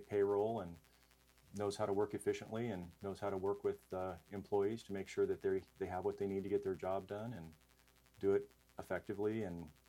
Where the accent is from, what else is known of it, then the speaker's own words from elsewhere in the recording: California, United States; moved away as an adult; now in Sandpoint, United States; I grew up in the Yosemite area in California, and it was an absolutely beautiful place to live.